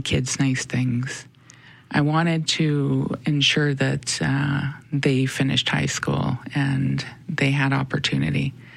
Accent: Canada; I always knew I was Indigenous, you know, I always knew I was Métis. Growing up in the North End, like, being in the schools

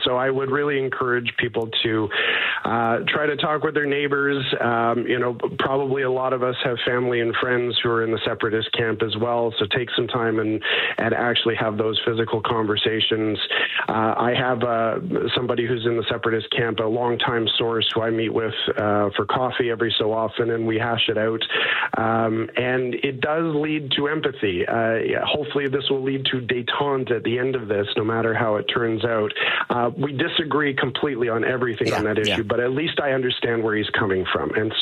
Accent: Alberta, Canada; I am a Canadian. I am an Albertan. I consider those identities indistinguishable.

